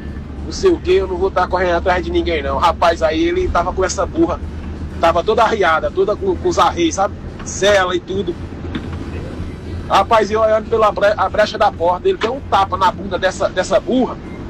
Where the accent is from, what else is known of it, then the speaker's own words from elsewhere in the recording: Pernambuco, Brazil; now in São Paulo, Brazil; Sou lá do Pernambuco, mas tô morando aqui em São Paulo hoje em dia.